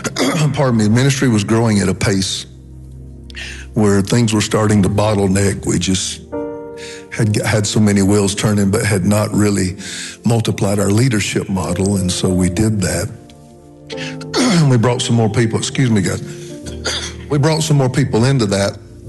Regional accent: the South, United States; now in San Francisco Bay Area, United States; I come from the South

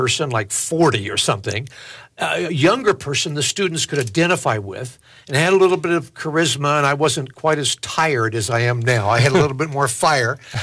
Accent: United States; moved away as an adult; moved over to England. I found out that, first of all, I shouldn't be so loud and so brash as an American.

